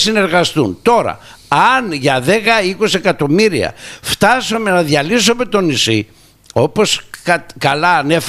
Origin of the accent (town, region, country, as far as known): Rhodes, South Aegean, Greece